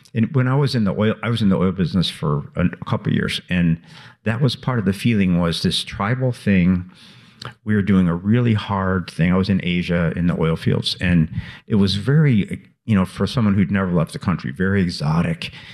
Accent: Chicago, Illinois, United States; I grew up in Chicago on the South Side, and there was a very, you know, a very male-centered time.

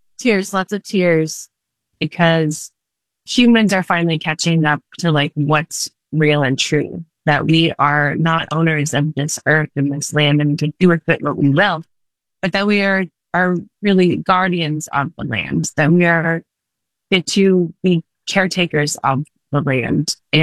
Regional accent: Silverton, Colorado, United States; also born or lived in Los Angeles; And I was raised in Silverton, Colorado. So I'm on big, beautiful mountains and peaks. And it always felt like home to me. Even when I moved to Los Angeles

